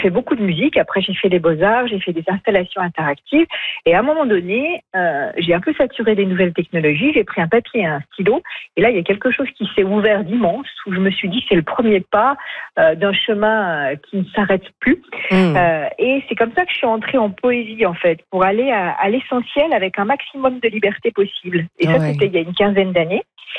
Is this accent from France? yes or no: yes; Saint-Étienne, Auvergne-Rhône-Alpes, France; born there; moved away; je suis née à Saint-Étienne, près de Lyon. Et puis, depuis quelques années, je suis très nomade. Je suis souvent en résidence. Là, je viens de terminer une résidence à Paris